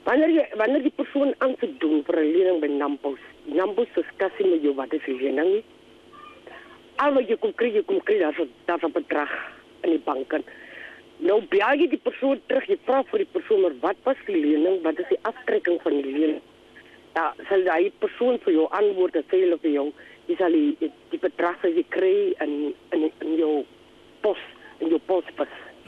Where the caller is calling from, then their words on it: Windhoek, Khomas, Namibia; In Windhoek, en ons het in Windhoek geblei.